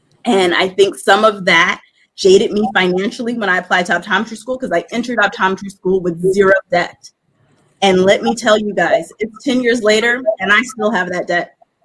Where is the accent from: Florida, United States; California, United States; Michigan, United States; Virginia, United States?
California, United States; moved away as an adult; I'm from California, went to Prairie View in Texas, went to the Pennsylvania College of Optometry in Philadelphia.